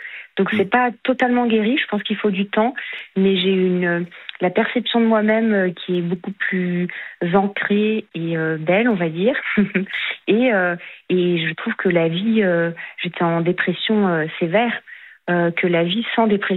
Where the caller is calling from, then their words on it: Annecy, Auvergne-Rhône-Alpes, France; je suis à Annecy